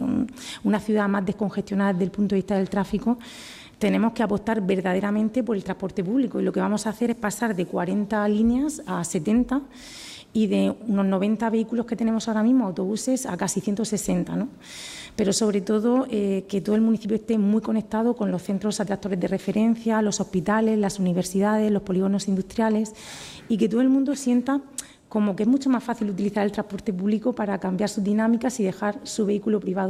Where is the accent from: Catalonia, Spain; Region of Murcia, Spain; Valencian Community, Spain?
Region of Murcia, Spain; Muy murciana, te lo dice una vecina de pedanías, yo soy del Esparral, soy campillera